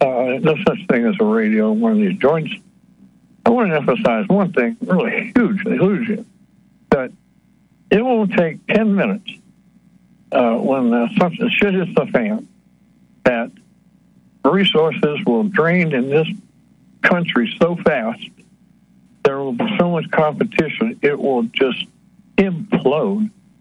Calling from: Ohio, United States

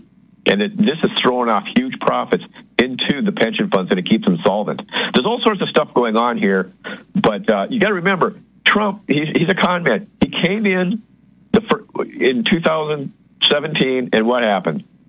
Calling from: Minneapolis, Minnesota, United States

